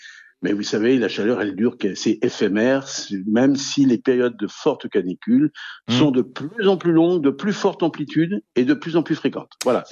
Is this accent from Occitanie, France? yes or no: no; Brittany, France; Voilà, je suis breton, c'est pour ça que je suis un peu chauvin.